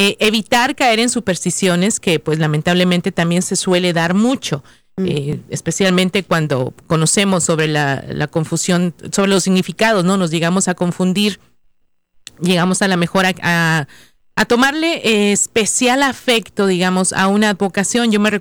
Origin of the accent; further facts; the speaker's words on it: Mexico; nosotros como mexicanos